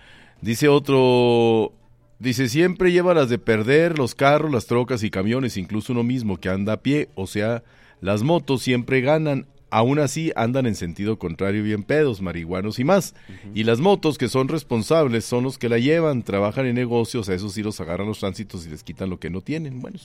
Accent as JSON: {"language": "Spanish", "town": "Hidalgo del Parral", "region": "Chihuahua", "country": "Mexico", "said": "¿de dónde eres? De Parral."}